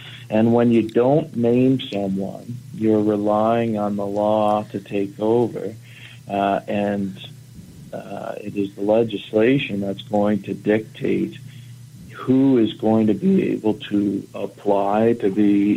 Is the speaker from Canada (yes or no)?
yes; Bedford, Nova Scotia, Canada; also born or lived in Prince Edward Island / New Brunswick / Ottawa, Ontario; I'm from the Maritimes, lived in PEI, New Brunswick, and Nova Scotia, but I grew up in Bedford.